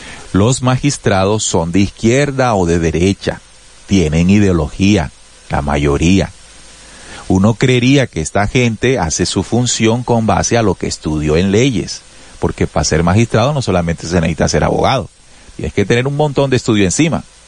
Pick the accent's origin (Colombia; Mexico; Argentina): Colombia